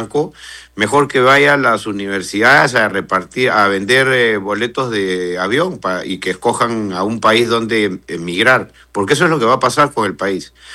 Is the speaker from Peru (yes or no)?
yes; Peru; Centrémonos más bien en cambiar nosotros como peruanos